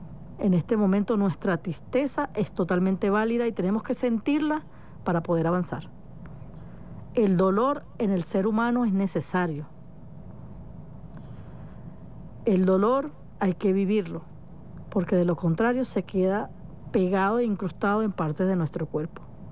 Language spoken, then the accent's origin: Spanish; Venezuela; Somos uno solo en este momento, somos hermanos venezolanos que nos necesitamos los unos a los otros.